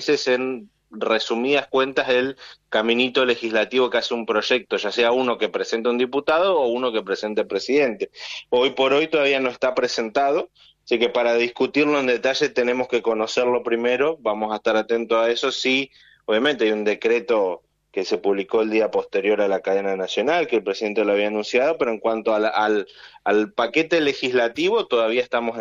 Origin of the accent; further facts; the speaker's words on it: Argentina; nosotros como argentinos